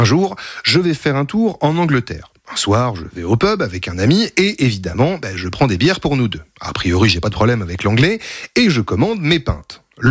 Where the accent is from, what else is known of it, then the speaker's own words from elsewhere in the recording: France; je suis français